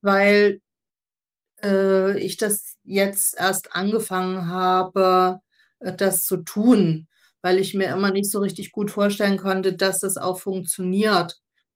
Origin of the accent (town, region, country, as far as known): Dresden, Saxony, Germany